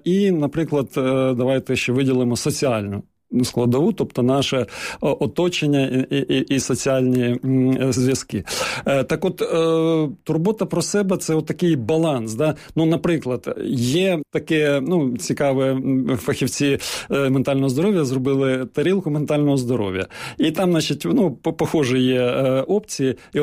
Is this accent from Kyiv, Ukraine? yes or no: yes; Kyiv, Ukraine; Що я, наприклад, народився в Києві